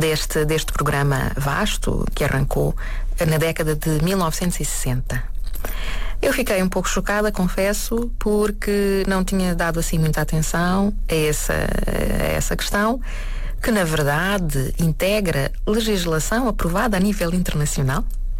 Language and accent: Portuguese; Lisbon, Portugal; born there; Eu também nasci em Lisboa